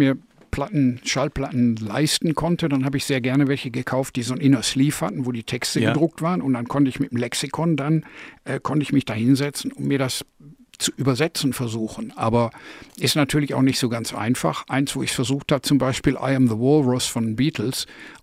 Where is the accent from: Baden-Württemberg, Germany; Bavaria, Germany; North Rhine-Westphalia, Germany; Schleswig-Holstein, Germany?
North Rhine-Westphalia, Germany; ich bin im Ruhrgebiet groß geworden und habe mit BFBS Radio, British Forces Broadcasting Service, wir waren ja besetzt von den Engländern, habe ich angefangen Musik zu hören